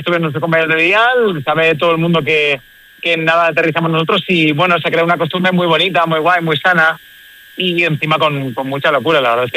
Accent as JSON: {"language": "Spanish", "town": "Valencia", "region": "Valencian Community", "country": "Spain", "said": "En Navidad me bajo a mi tierra, que es Valencia"}